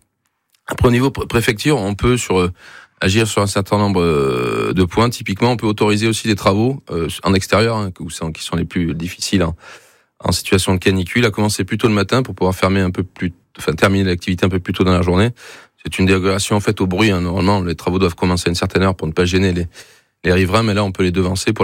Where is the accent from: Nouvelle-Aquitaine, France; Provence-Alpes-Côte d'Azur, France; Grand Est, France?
Nouvelle-Aquitaine, France; now in Savoie, France; je suis originaire du département de la Gironde